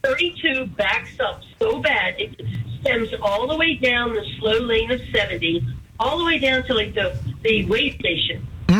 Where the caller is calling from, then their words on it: Woodbine, Maryland, United States; So I'm from Carroll County in the Woodbine area.